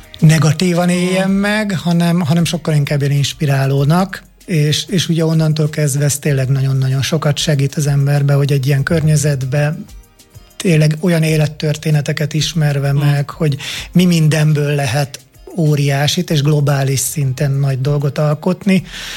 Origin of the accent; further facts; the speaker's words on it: Hungary; akkor, meg még most is egyetlen magyarként.